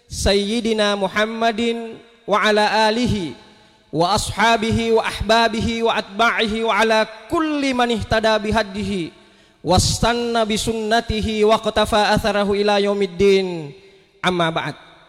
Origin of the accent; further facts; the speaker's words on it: South Sulawesi, Indonesia; kalau di kampung saya itu di Talak, di Bonto-Bonto